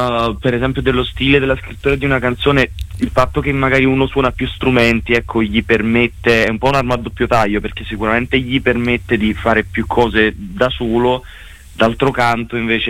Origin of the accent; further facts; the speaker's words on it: Naples, Campania, Italy; No, io sono proprio di Napoli.